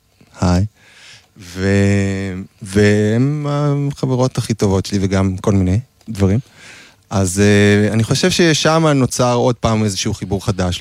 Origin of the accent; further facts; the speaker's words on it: Jerusalem, Jerusalem District, Israel; וגם כי אנחנו ירושלמים.